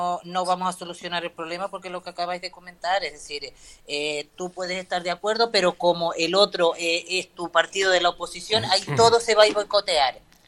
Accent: Arona, Canary Islands, Spain; yo que soy de Arona y bueno, y Arona, ya te digo, de Arona, y no solo soy de allí, sino vivo allí

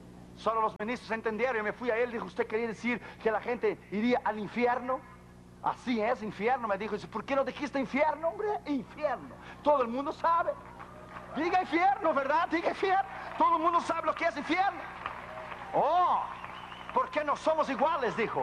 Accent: Brazil; Spanish is a second language; now in United States; Yo soy brasileño

